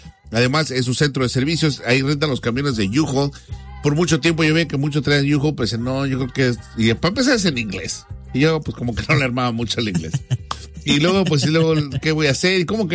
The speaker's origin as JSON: {"language": "Spanish", "country": "Mexico", "moved": "yes", "lives_now": "United States"}